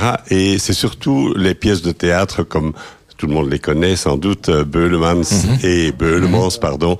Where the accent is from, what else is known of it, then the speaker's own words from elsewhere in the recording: Brussels, Brussels-Capital Region, Belgium; moi je suis un Zineke, je suis né à Bruxelles, j'ai passé toute ma vie